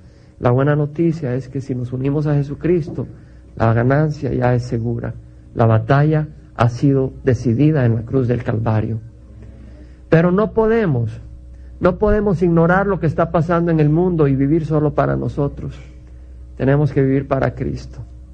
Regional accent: El Salvador; now in United States; Su servidor viene de El Salvador, donde hemos visto la guerra civil, la sangre y la destrucción que causó.

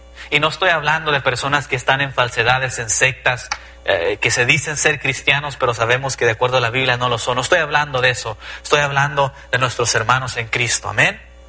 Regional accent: Los Angeles, California, United States; yo crecí en Los Ángeles, California, y la mayoría de las personas donde, ahí en el mero sur centro de Los Ángeles, la mayoría son hispanos, la mayoría mexicoamericanos

